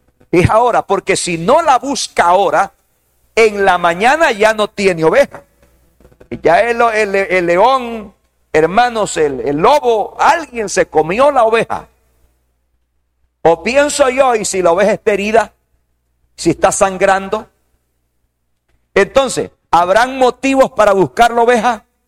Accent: El Salvador; la gente que está perdida en este país es mi gente, es mi pueblo

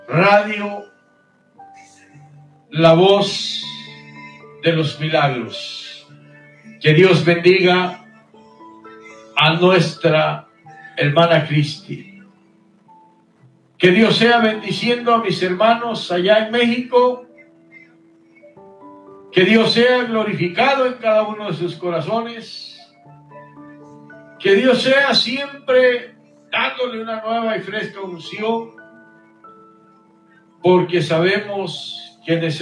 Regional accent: Guatemala; now in Houston, United States; nacido en Guatemala, habitando y viviendo aquí en Houston, Texas.

